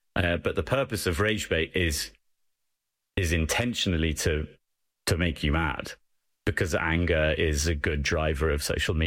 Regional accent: England, United Kingdom; Sorry, I'm English. I called it a shopping trolley.

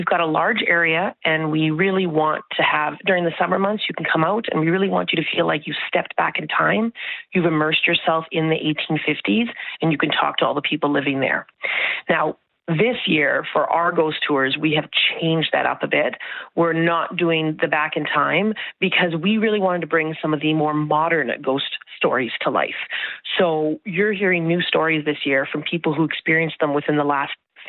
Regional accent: St. Andrews, Manitoba, Canada; I grew up in St. Andrews, so I've been going there since I was a little tot.

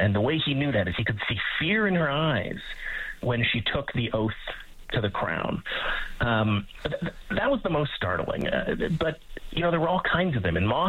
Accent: Calgary, Alberta, Canada; also born or lived in Edmonton; Yeah, so I'm from Alberta. I grew up in Calgary, born in Edmonton

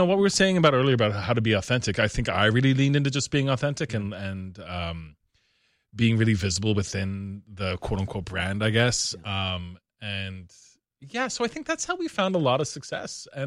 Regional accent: Newfoundland and Labrador, Canada; I'm from Newfoundland

